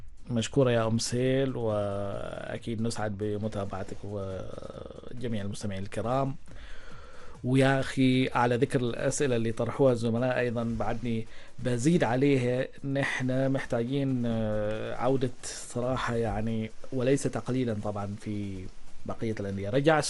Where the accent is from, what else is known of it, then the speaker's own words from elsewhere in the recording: Oman; نحن يعني في السلطنه